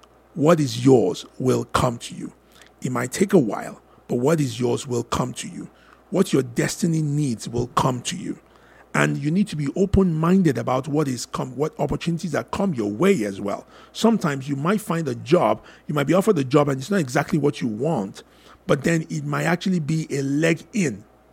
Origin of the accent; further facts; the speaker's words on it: Lagos, Nigeria; moved away as an adult; now in Canada; I grew up and lived in Lagos.